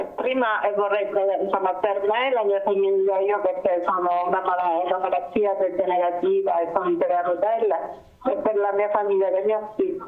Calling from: Palermo, Sicily, Italy; sono da Palermo.

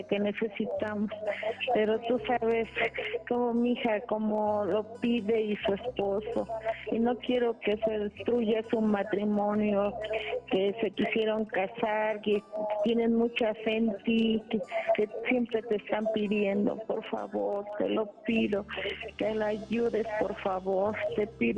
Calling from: Mexico City, Mexico; De aquí de la Ciudad de México.

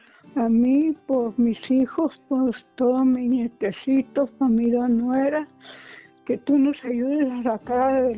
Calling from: Chihuahua, Mexico; Pues aquí, Chihuahua.

